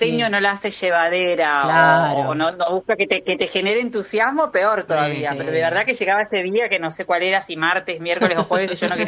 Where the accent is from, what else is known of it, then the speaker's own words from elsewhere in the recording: Federal, Entre Ríos, Argentina; Pero nosotros en la Maximio Saba Victoria de Federal Entre Ríos, donde yo nací y me crié, teníamos la campana también al principio.